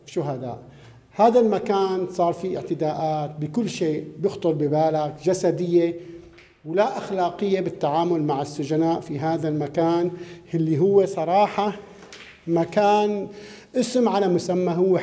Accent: Rif Dimashq, Syria; قلت له انا من الغوطه

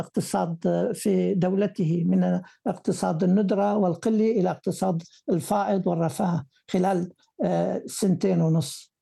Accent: Syria; now in Germany

